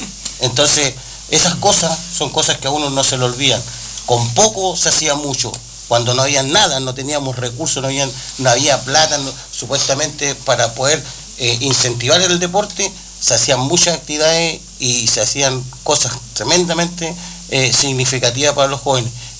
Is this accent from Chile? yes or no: yes; Chile; yo soy una persona que soy nacido y criado acá en Lancoyeque.